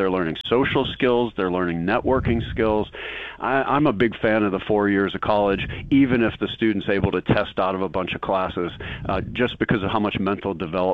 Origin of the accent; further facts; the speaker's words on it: New Orleans, Louisiana, United States; moved away; I grew up in New Orleans